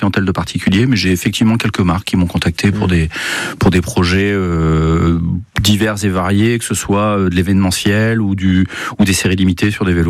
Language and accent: French; Grenoble, Auvergne-Rhône-Alpes, France; moved away as an adult; also born or lived in Paris; now in Saint-Étienne, France; À la base, je suis de Grenoble, donc je suis pas du tout parisien.